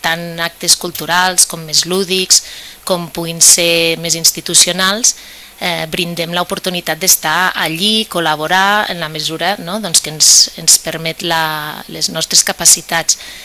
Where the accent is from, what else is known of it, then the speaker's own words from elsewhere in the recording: Lleida, Catalonia, Spain; vosaltres d'on sou? No? I diem, doncs de Lleida.